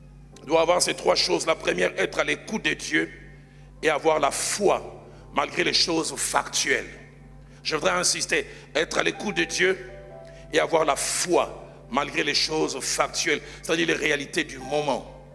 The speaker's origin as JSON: {"language": "French", "region": "Kinshasa", "country": "DR Congo", "said": "Chez nous, à Kinshasa, quand un enfant n'arrive pas à marcher, on ne dit pas que celui n'arrivera jamais à marcher."}